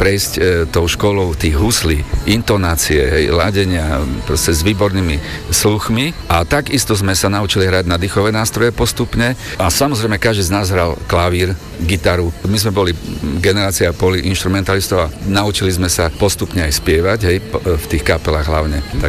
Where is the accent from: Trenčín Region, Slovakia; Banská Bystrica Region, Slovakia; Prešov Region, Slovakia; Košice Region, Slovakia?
Prešov Region, Slovakia; Prešov; born there; moved away as an adult; also born or lived in Bratislava